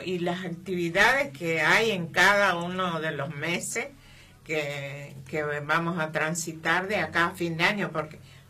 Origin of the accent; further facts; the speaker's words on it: Gobernador Virasoro, Corrientes, Argentina; como somos de Virasoro